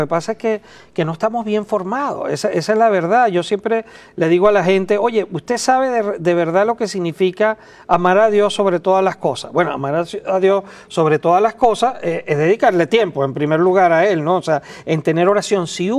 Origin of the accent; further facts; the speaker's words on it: Venezuela; now in United States; en mi país, en Venezuela